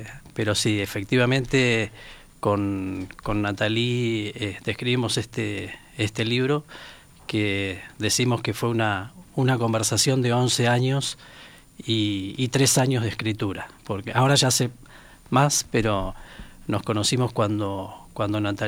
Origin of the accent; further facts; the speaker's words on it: Argentina; now in Uruguay; Ya nacionalizado, ¿no? Ya con mi ciudadanía legal, orgullosamente, así que una pata de cada lado del Río de la Plata.